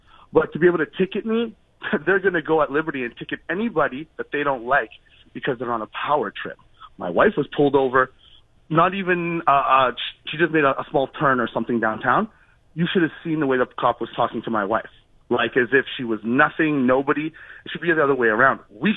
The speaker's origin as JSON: {"language": "English", "town": "Montreal", "region": "Quebec", "country": "Canada", "said": "I'm black from Montreal, okay?"}